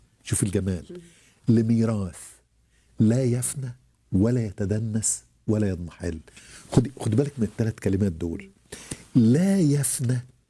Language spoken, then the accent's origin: Arabic; Egypt; عندنا في مصر